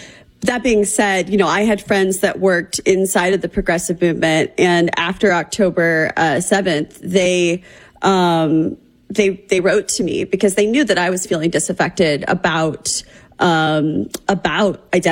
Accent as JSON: {"language": "English", "region": "Missouri", "country": "United States", "said": "But I love Josh Hawley. We're both from Missouri."}